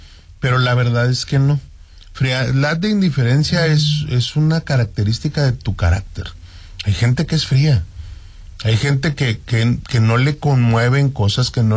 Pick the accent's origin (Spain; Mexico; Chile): Mexico; me refiero a nosotros como mexicanos